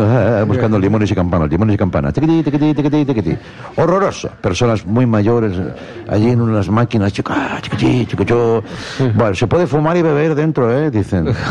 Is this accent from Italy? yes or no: no; Catalonia, Spain; yo, como buen catalán